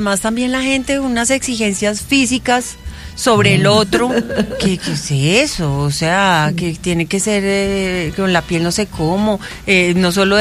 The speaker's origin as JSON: {"language": "Spanish", "country": "Panama", "said": "O sea, no, pues me toca que me devuelvan porque yo soy de Panamá."}